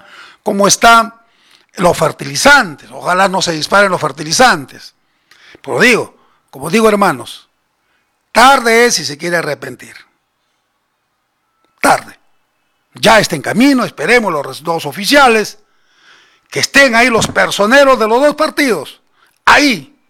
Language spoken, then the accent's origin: Spanish; Peru; Yo soy un peruano, un compatriota